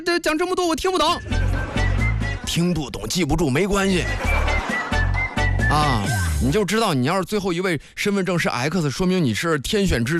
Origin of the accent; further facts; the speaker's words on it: Nangong, Hebei, China; 我老家是邢台南宫的